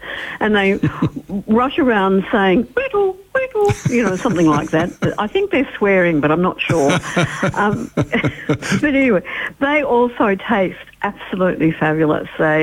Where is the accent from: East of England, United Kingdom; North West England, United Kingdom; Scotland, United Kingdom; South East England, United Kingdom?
South East England, United Kingdom; Dorking; I come from the English town of Dorking in England